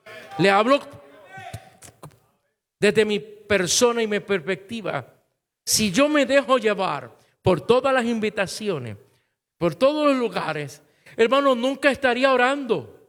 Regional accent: Puerto Rico; mi país, somos ciudadanos americanos

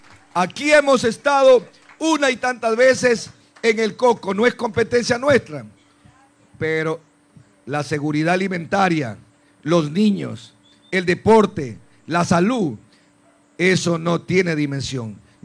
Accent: Santa Rosa, El Oro, Ecuador; born there; Yo nací en Santa Rosa.

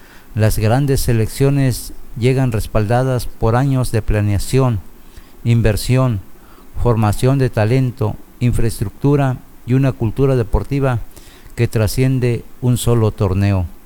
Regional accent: Mexico

